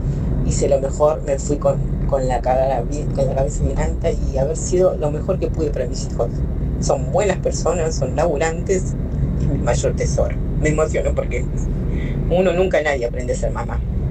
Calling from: Lanús, Buenos Aires Province, Argentina

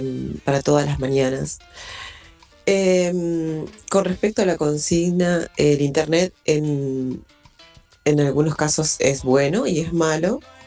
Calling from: San Jorge, Santa Fe, Argentina; Te hablo de San Jorge, Santa Fe.

